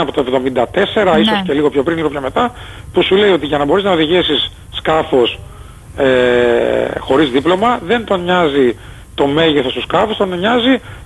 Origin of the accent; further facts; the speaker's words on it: Zakynthos, Ionian Islands, Greece; εγώ σαν Ζακυνθινός πολίτης